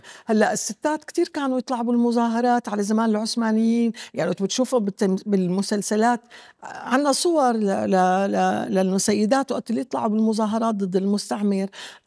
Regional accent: Syria; رجعت الفرحه لقلبنا انه نحن سوريين

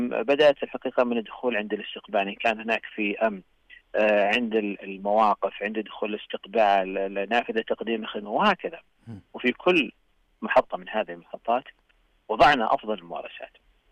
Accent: Saudi Arabia; من تفردنا كسعوديين بقيمنا الإسلامية وبسلوكنا وأخلاقنا السعودية.

